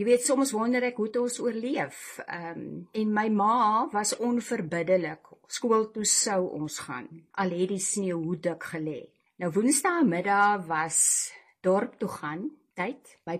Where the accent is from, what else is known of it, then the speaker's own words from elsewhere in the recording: Sutherland, Northern Cape, South Africa; now in Cape Town, South Africa; Ek het groot geword op Sutherland in die Karoo, in murg en bloed, 'n plaaskind. Ons het vir ongeveer 6 maande op die Roggeveld plaas weltevrede gebly en dan moes ons gedurende die wintermaande aftrek na Langhuis in die Karoo.